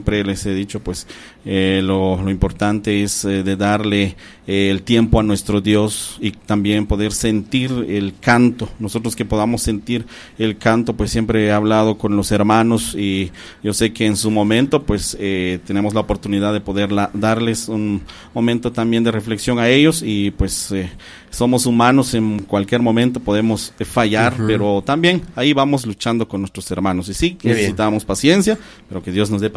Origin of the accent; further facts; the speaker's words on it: Tecpán, Chimaltenango, Guatemala; yo no soy de Balanya, yo soy de una aldea de Tecpan, aldea Pacorral Tecpan